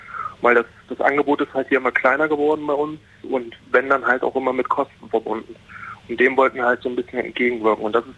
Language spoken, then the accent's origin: German; Bitterfeld-Wolfen, Saxony-Anhalt, Germany; wir kommen aus Bitterfeld-Wolfen